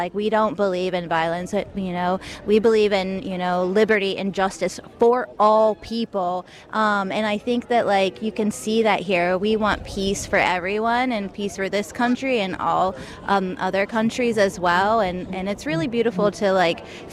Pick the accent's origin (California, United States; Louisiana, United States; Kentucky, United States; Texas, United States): Kentucky, United States; I am from Kentucky.